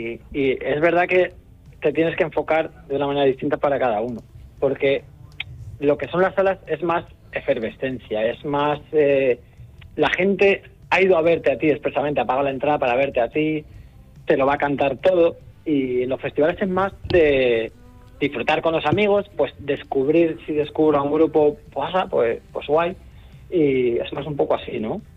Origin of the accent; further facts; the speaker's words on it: Extremadura, Spain; yo concretamente, que soy extremeño